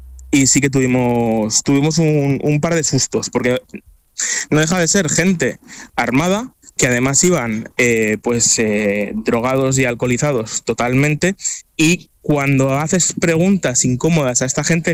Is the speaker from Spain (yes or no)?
yes; Madrid, Community of Madrid, Spain; yo que soy de Madrid